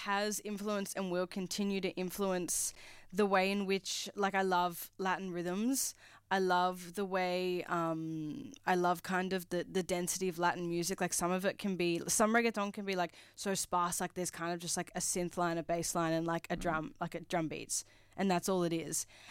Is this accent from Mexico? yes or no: no; Sydney, New South Wales, Australia; growing up in Western Sydney, I was surrounded by so much music.